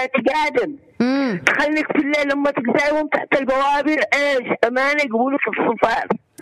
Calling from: Aden, Yemen; عندنا بالمنصوره

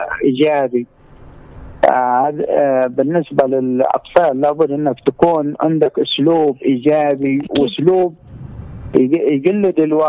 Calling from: Hadhramaut, Yemen; من حضرموت.

